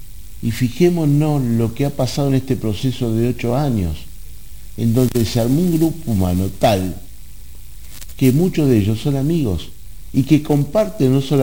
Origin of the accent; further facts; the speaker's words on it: Argentina; necesitamos encontrarnos, los argentinos.